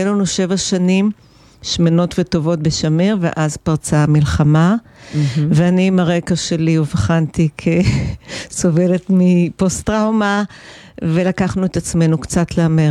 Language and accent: Hebrew; Shamir, Northern District, Israel; moved away as an adult; also born or lived in Los Angeles; now in Shamir, Israel; נולדתי וגדלתי בקיבוץ שמיר.